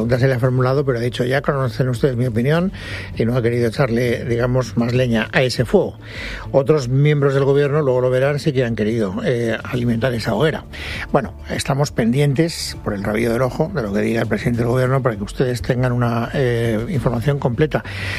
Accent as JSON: {"language": "Spanish", "country": "Spain", "said": "pues vivimos en España, somos españoles y lo que pueda pasar con nuestro país es prioritario."}